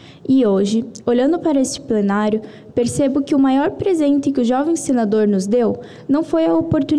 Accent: Ceará, Brazil; Eu vim de Ceará, em Santa Catarina, trazendo comigo não apenas o meu estado

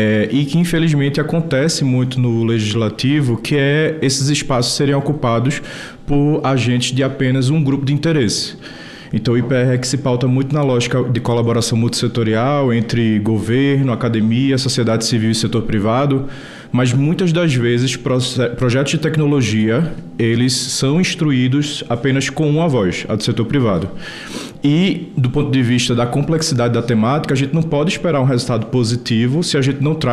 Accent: Recife, Pernambuco, Brazil; um conterrâneo da senadora lá do Recife, do Pernambuco

